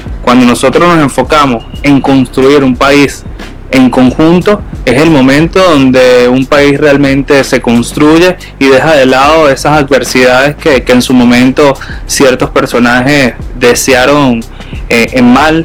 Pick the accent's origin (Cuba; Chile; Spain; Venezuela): Venezuela; como venezolanos nosotros tenemos